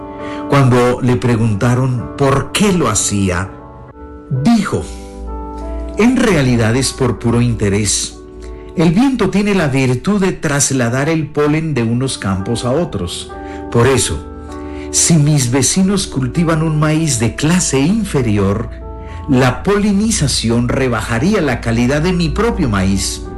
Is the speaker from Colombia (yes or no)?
yes; Colombia